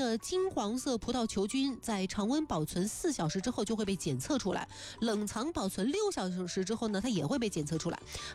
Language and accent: Chinese; Anqing, Anhui, China; 在我小时候我在安庆嘛